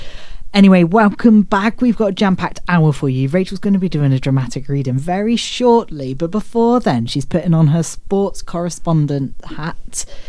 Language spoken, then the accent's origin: English; England, United Kingdom; as being English myself.